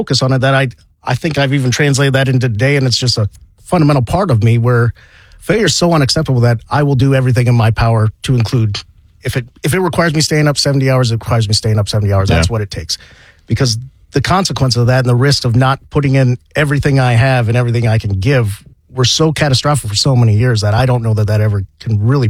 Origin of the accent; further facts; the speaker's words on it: Denison, Iowa, United States; now in Kansas City, United States; originally from the small town of Denison, Iowa, out in the west side of Iowa.